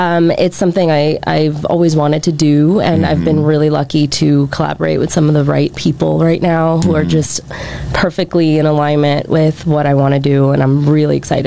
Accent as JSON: {"language": "English", "town": "New York City", "region": "New York", "country": "United States", "tie": "born or raised there", "said": "because I grew up in New York City."}